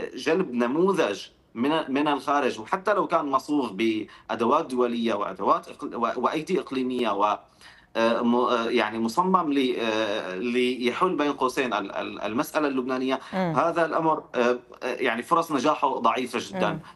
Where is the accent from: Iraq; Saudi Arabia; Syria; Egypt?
Syria; نعمل اليوم كسوريين